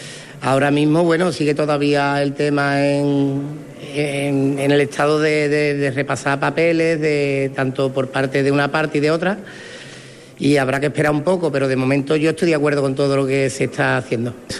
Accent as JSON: {"language": "Spanish", "region": "Andalusia", "country": "Spain", "said": "de mi pueblo sí, porque allí nació, de allí somos la mayoría"}